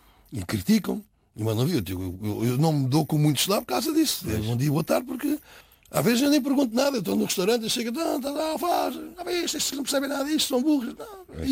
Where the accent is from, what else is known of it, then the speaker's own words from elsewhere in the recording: Portugal; Eu sou português, sou europeu, e se decidi ir para lá, tenho que aceitar muita coisa, porque é a cultura deles.